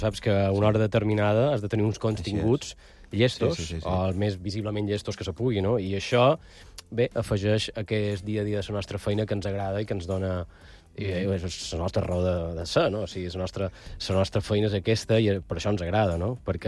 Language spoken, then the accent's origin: Catalan; La Ràpita, Catalonia, Spain; i mon pare i mon mare se van conèixer allà. Ah, sí, és a Ràpita. Som molt de la Ràpita.